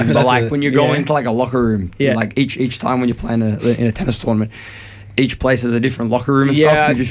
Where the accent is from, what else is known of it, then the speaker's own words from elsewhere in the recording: Melbourne, Victoria, Australia; I'm from Noble Park.